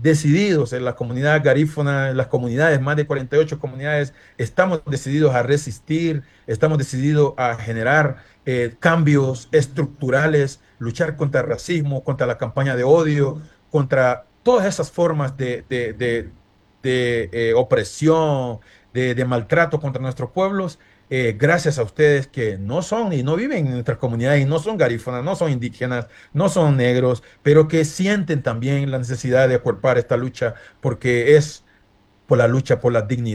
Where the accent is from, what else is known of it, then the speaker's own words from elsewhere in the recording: Iriona, Colón, Honduras; also born or lived in United States; yo nací allá en Iriona, desde ahí donde mi mamá me enseñó a sembrar yuca, a sembrar coco